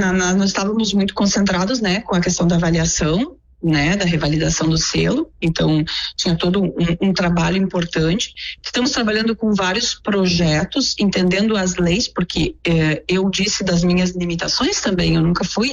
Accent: Faxinal do Soturno, Rio Grande do Sul, Brazil; moved away as an adult; also born or lived in Italy; para mim Faxinal do Soturno é a minha casa, né? Poder voltar para a minha cidade, a cidade onde eu cresci, e trazendo uma bagagem, uma experiência de 20 anos da Itália

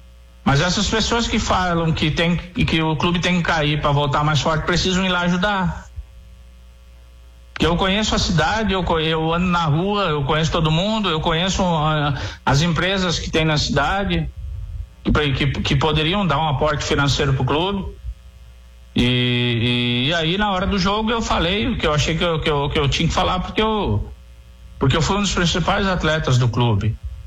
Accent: Lajeado, Rio Grande do Sul, Brazil; é o clube da minha cidade, é o clube onde eu moro, é o clube onde eu me criei.

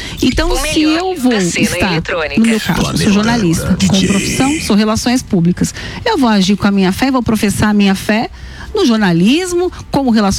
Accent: São Paulo, Brazil; Sou paulistana, mas são de Natal.

